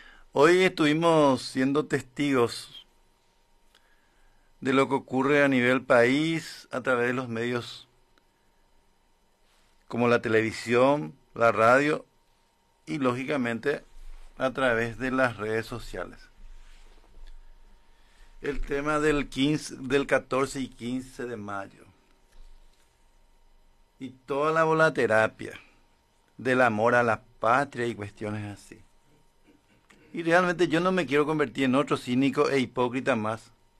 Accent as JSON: {"language": "Spanish", "country": "Paraguay", "said": "somos independientes los paraguayos?"}